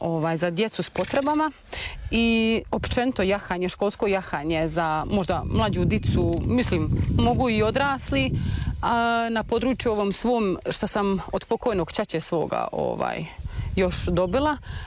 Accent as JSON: {"language": "Croatian", "town": "Frankfurt", "region": "Hesse", "country": "Germany", "tie": "born or raised there", "moved": "as an adult", "lives_now": "Livno, Bosnia and Herzegovina", "said": "Rođena sam u Frankfurtu, tamo sam i živjela 33 godine, išla u školu, sve završila što sam trebala završiti. I za vrijeme korone sam se odlučila vratiti u svoje Livno"}